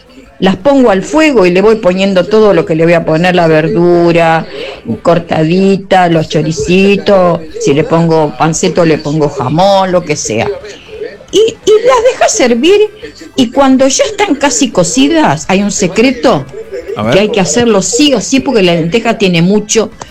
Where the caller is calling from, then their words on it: Mar del Plata, Buenos Aires Province, Argentina; Soy de Nuevo Adela, de Mar del Plata.